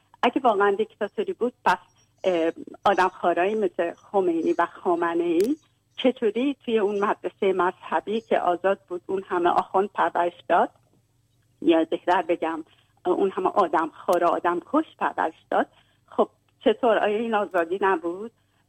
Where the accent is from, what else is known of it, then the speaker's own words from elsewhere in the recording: Iran; حتی خود من به عنوان یه ایرانی خب انقدر دقیق نمیدونم